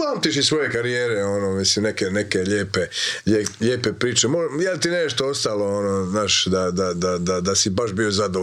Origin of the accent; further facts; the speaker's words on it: Zagreb, City of Zagreb, Croatia; ja sam isto iz miješanog braka, imam i taj hrvatski, srpski i razne druge identitete lokalni, tamo gdje si rođen, pa kvartovski, zagrebački